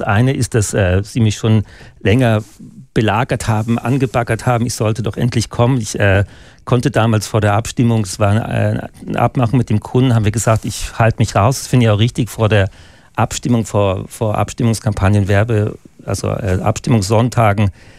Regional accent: Germany; moved away as an adult; now in Switzerland

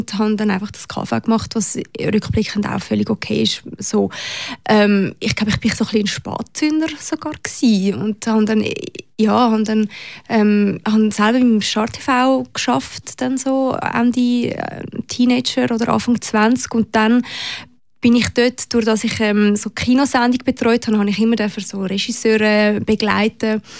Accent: Zurich, Switzerland; moved away as an adult; Ich bin halt aus Zürich gekommen und das ist so ein bisschen, ist ja die grösste Stadt, die wir haben.

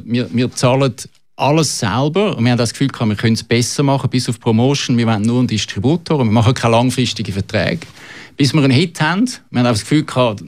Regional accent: Magden, Aargau, Switzerland; Ich komme eigentlich aus Magde im Aargau.

